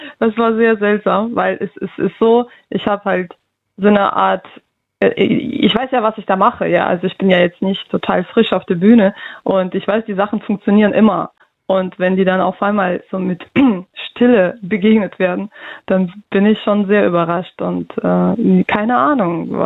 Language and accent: German; Russia; German is a second language; now in Germany; ja, ich komme aus Russland, das ist denen egal, woher ich komme.